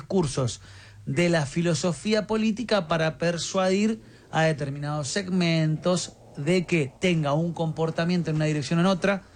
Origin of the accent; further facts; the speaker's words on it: Argentina; para los que somos argentinos